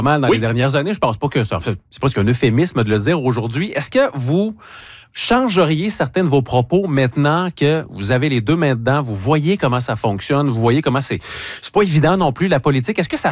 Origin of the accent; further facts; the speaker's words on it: Quebec, Canada; je suis de la Chaudière